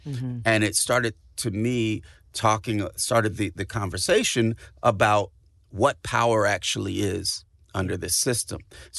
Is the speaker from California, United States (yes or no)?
yes; California, United States; And, you know, obviously I come from the Bay Area, so I'm going to shoot shots on that behalf.